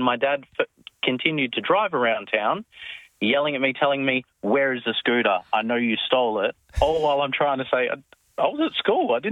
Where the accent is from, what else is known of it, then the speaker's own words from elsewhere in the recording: Bridgetown, Barbados; So I grew up in Bridgetown, did my high schooling down there, and I used to use the local Chinese lady's scooter to practice for my scooter license.